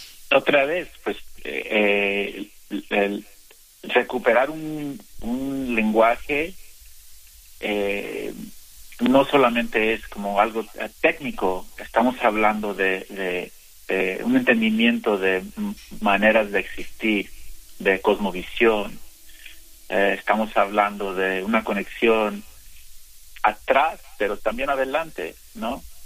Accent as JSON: {"language": "Spanish", "country": "Mexico", "said": "siendo mexicano, siendo indígena del Valle Central"}